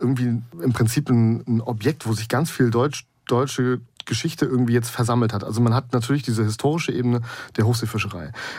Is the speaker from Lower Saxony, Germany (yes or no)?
no; Rostock, Mecklenburg-Vorpommern, Germany; born there